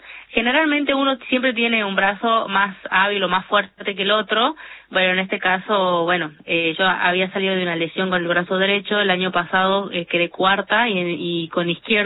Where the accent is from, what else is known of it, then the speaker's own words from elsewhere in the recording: northern Argentina, Argentina; vos no tenés acento de Argentina, uh-huh, o no parecés argentina, y en realidad es porque soy norteña